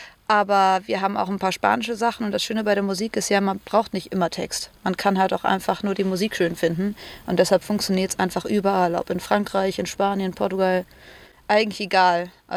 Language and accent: German; Cologne, North Rhine-Westphalia, Germany; Ich komme aus Köln, er kommt aus Flensburg